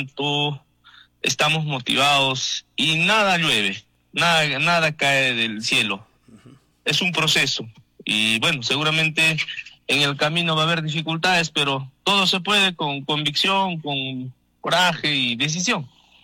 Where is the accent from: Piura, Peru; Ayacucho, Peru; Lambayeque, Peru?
Ayacucho, Peru; Coracora; yo soy natural de Coracora, Barrio San Marcos. Yo he estudiado pues mi primaria en la 19, 9 de diciembre, y bueno, en nuestro pedagógico pues de la ciudad de Coracora.